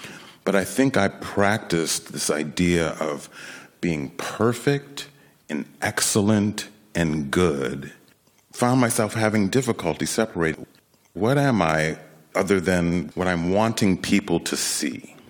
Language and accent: English; Rochester, New York, United States; Born and raised in Rochester, New York.